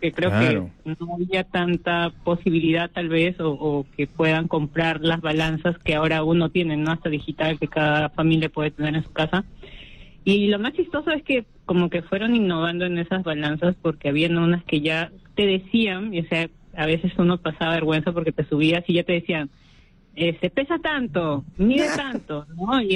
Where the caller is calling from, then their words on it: Lima, Peru; Les saluda … de San Martín de Porres.